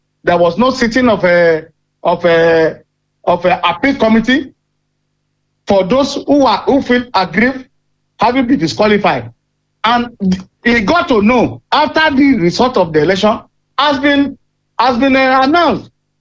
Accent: Ondo, Nigeria; I'm from Watatin in Akuba.

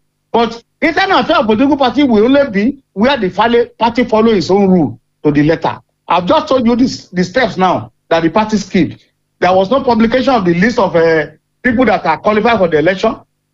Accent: Ondo, Nigeria; I'm from Watatin in Akuba.

